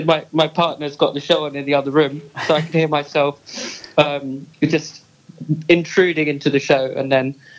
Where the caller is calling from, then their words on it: London, United Kingdom; From Archway.